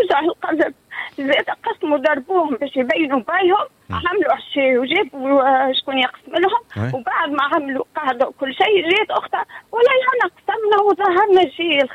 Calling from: Jemmal, Monastir Governorate, Tunisia

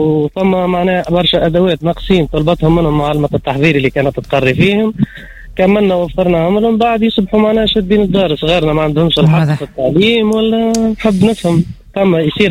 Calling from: Tunisia; من مدينة عقير.

